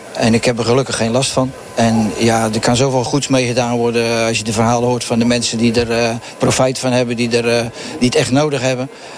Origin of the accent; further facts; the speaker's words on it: Middelburg, Zeeland, Netherlands; uit Middelburg.